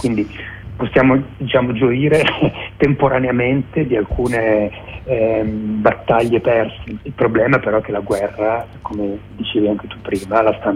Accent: Venice, Veneto, Italy; moved away; sono di origine locale, sono veneziano di origine, seguo quello che succede nella mia ex città natale

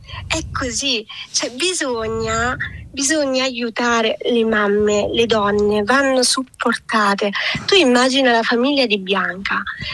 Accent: Apulia, Italy; Comunque io sono pugliese.

